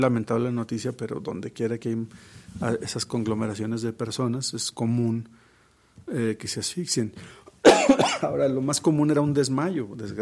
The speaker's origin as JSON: {"language": "Spanish", "country": "Mexico", "said": "Todos somos mexicanos"}